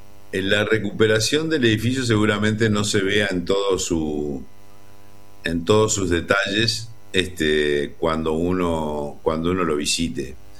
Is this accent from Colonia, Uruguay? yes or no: yes; Colonia, Uruguay